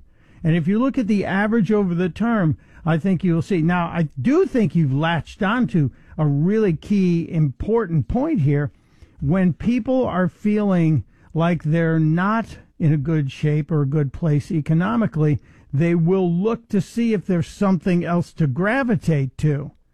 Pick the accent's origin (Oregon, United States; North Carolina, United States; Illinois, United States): Illinois, United States; Chicago; as a kid growing up in Chicago, Bishop Sheen and the black and white TV show was a part of our life.